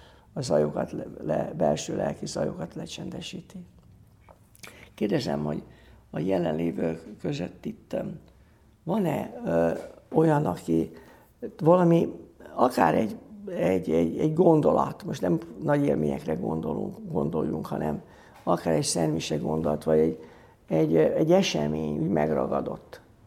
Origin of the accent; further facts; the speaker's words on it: Budapest, Hungary; én a Angyalföldön a Kármen mellett nőttem föl, Szent László templomba jártam, mert az volt a plébánia